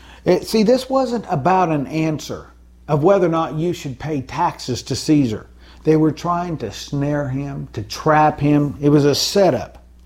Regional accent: United States; I'm part of that system as an American.

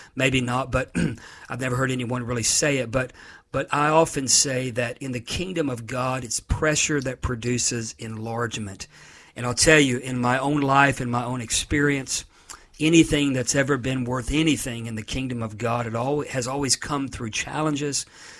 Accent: Florida, United States; moved away; my home state of Florida

